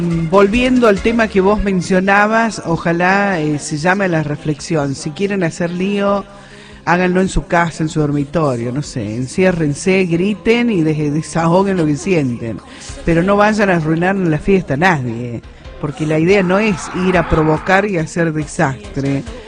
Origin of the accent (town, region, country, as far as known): Argentina